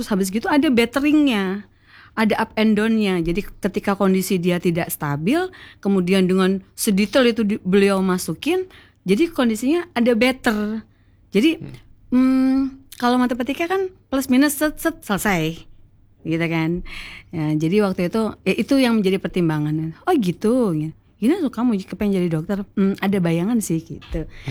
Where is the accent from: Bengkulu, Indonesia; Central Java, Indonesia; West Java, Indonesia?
West Java, Indonesia